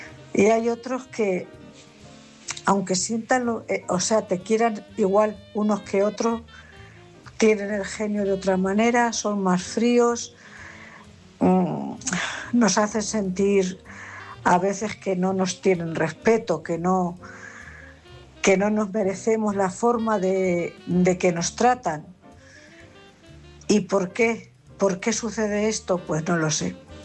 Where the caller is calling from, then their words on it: Cuenca, Castilla-La Mancha, Spain; Buenas noches … corresponsal de Cuenca.